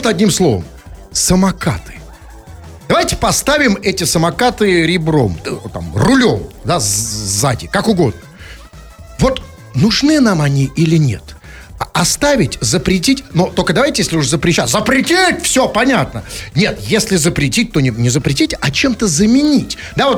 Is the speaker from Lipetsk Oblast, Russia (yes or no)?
yes; Lipetsk Oblast, Russia; now in Moscow, Russia; Типа, я из Липецкой области переехал, так сказать